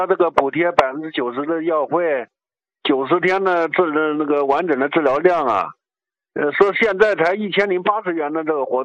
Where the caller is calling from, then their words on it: Kunming, Yunnan, China; 哎，你好，你好，我是昆明的患者呀、